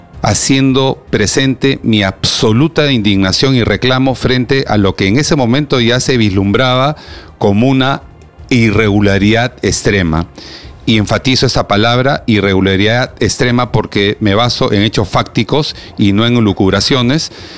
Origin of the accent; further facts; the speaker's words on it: Peru; todos y cada uno de nosotros como peruanos